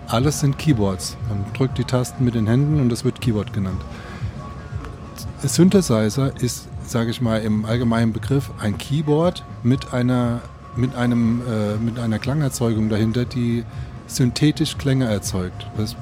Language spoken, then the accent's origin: German; Frankfurt, Hesse, Germany; Ich bin ja aus Frankfurt und an der Frankfurter Musikmesse stand auf einmal dieses riesenschwarze Teil